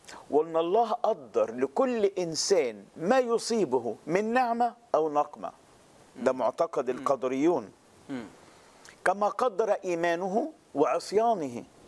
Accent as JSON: {"language": "Arabic", "country": "Egypt", "said": "احنا كمصريين شعب متدين"}